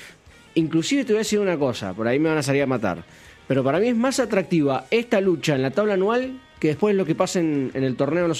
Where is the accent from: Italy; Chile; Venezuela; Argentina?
Argentina; somos muy argentinos, muy fanáticos, pero pensalo a nivel mundial.